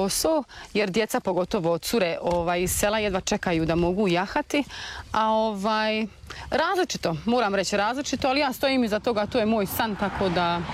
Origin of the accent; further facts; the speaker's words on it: Frankfurt, Hesse, Germany; moved away as an adult; now in Livno, Bosnia and Herzegovina; Rođena sam u Frankfurtu, tamo sam i živjela 33 godine, išla u školu, sve završila što sam trebala završiti. I za vrijeme korone sam se odlučila vratiti u svoje Livno